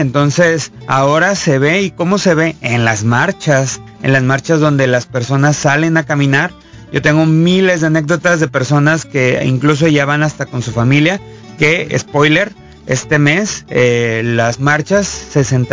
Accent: Mexico; porque somos mexicanos, mexicanas, mexicanes, y queremos que haya este respeto irrestricto en todos los sentidos.

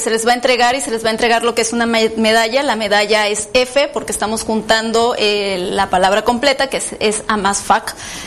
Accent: Chiapas, Mexico; ya que somos de Chiapas

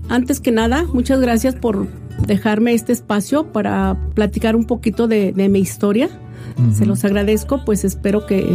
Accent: Ciudad Manuel Doblado, Guanajuato, Mexico; yo soy de Ciudad Manuel Doblado, Guanajuato.

